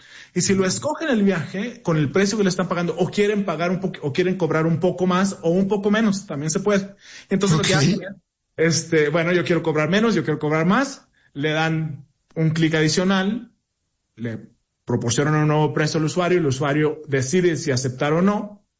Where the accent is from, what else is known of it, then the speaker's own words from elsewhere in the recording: northern Mexico, Mexico; a lo mejor el acento se nota. Yo soy del norte de México. En el norte de México estamos muy acostumbrados a ir a los tianguis, al mercado, ¿no?